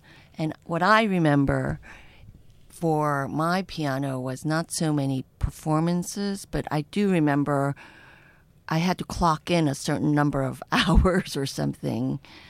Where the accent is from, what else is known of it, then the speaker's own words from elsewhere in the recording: South Korea; moved away; in my formative years, I grew up in Korea